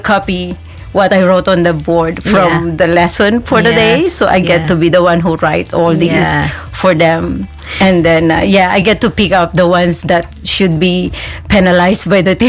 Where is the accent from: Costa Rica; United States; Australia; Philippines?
Philippines; Well, I was born in the Philippines. It's a very little town north of Manila. And I grew up there. It's a very quiet town and about 2 hours drive to Manila, which is our capital city.